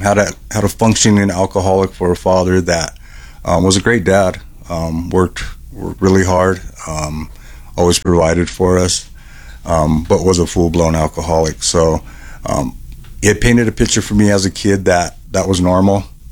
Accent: Denver, Colorado, United States; I was a pretty rowdy kid here in Denver, Colorado. I grew up in North Denver. And North Denver was not what it is now. It's very different now. But back in my day, it was rough.

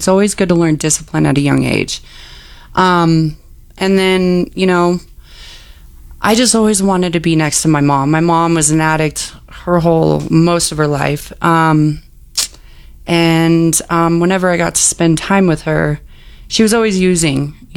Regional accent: Arvada, Colorado, United States; also born or lived in Denver; And I grew up in Arvada with my grandmother.

